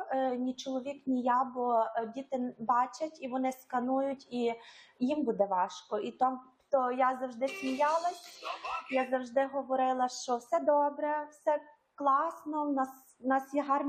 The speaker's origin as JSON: {"language": "Ukrainian", "town": "Monastyryska", "region": "Ternopil Oblast", "country": "Ukraine", "moved": "yes"}